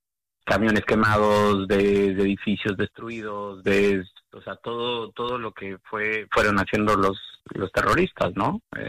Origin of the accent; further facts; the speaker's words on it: Ecuador; born there; me llamó la embajadora de Ecuador, yo nací en Ecuador